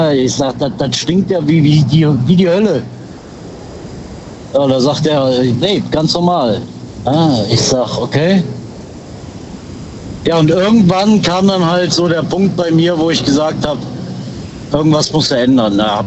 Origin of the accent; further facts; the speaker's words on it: Düren, North Rhine-Westphalia, Germany; Immer noch aus Düren.